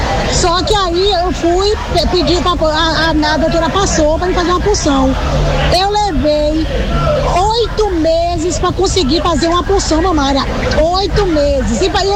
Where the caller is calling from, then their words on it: Jequié, Bahia, Brazil; Eu saí de Jequié e fui fazer uma punção mamária lá na Policlínica de Salvador